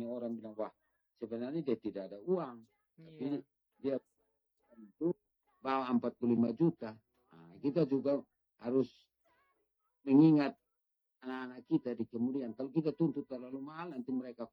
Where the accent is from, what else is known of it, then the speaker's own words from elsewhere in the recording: East Nusa Tenggara, Indonesia; kalau tradisi saya kan orang Hamanuban, jadi saya tidak boleh minta adat lebih dari istri saya.